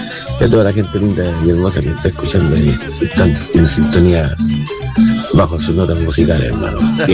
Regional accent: Chile; Con o sin, somos todos chilenos.

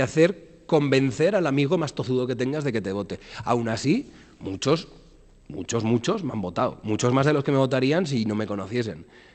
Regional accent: Aragon, Spain; ya estoy en el país

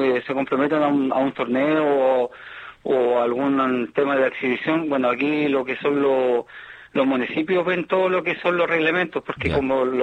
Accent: Linares, Maule, Chile; lo hago por Linares, lo hago por mi tierra y mi pueblo.

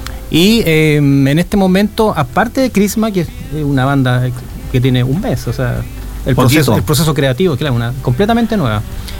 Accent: Viña del Mar, Valparaíso, Chile; now in Quilpué, Chile; yo soy de Quilpué. Yo soy de Viña, pero me cambié hace poquito a Quilpué. Estoy muy, muy ligado siempre a Viña del Mar.

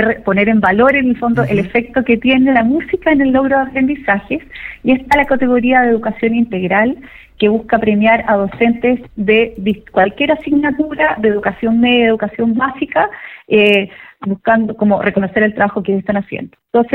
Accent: Chile; y como chilenos nos cuesta a veces reconocer que estamos generando logros.

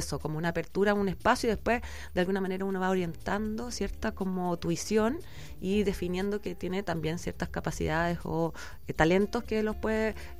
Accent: Melipilla, Santiago Metropolitan, Chile; Yo soy de Melipilla, del campo.

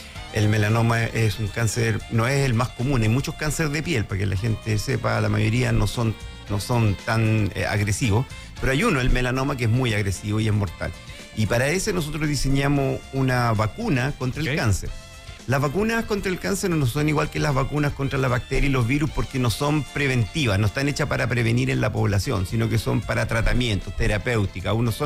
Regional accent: Buenos Aires, Argentina; also born or lived in Sweden; now in Chile; No, yo nací en Buenos Aires.

